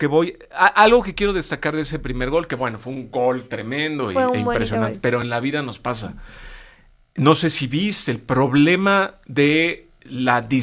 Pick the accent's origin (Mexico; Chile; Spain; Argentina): Mexico